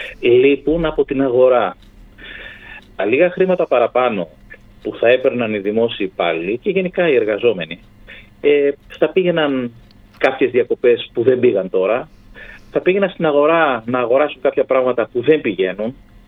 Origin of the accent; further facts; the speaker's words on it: Ioannina, Epirus, Greece; now in Volos, Greece; η πατρίδα μου είναι τα Γιάννενα